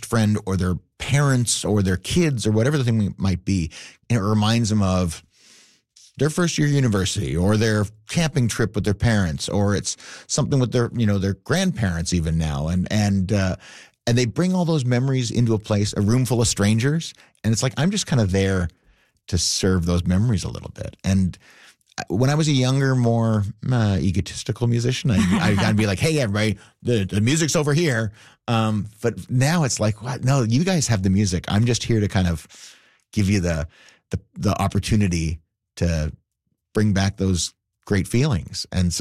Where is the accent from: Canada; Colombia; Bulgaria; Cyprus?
Canada; One of the things I love about being Canadian is I think we always have to prove to each other how much we care about each other.